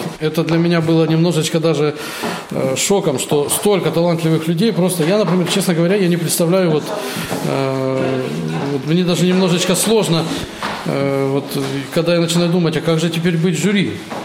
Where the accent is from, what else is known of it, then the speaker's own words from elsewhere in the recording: Volgodonsk, Rostov Oblast, Russia; Я приехал с Ростовской области, с города Волгодонска. Ну, вообще, как мы всегда говорим, Ростов-на-Дону, чтобы не заморачиваться, мало ли, Волгодонск не все знают.